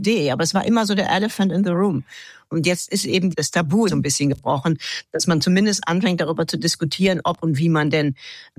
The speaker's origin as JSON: {"language": "German", "country": "Germany", "moved": "yes", "said": "als Deutscher"}